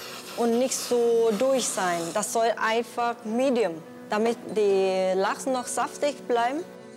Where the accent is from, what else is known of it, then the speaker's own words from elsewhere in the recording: Thailand; now in Germany; Ich komme aus Thailand.